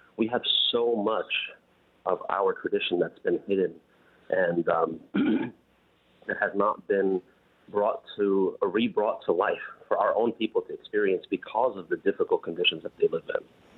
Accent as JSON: {"language": "English", "country": "United States", "tie": "born there", "said": "As an American, I was born in America."}